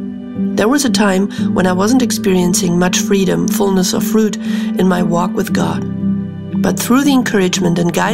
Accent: Germany; from Germany, and I'm a Revive partner.

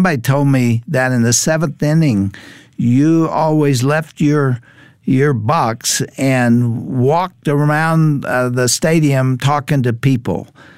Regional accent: Texas, United States; I grew up in Texas in a strong Christian family.

